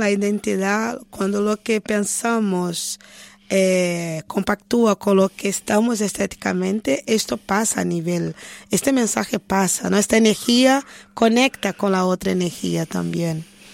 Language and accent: Spanish; Brazil; Spanish is a second language; now in Europe; me veo como afro-pindorámica, ¿no? Sería la idea afro-brasileña. Mi experiencia no es de una brasileña en Europa, es de una afro-brasileña